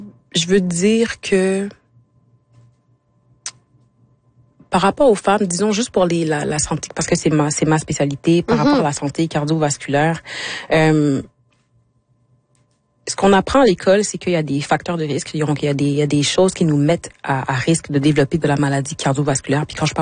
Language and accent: French; Quebec, Canada; born there; Moi je suis établie ici, je suis née au Québec. C'est ma maison, c'est mon pays.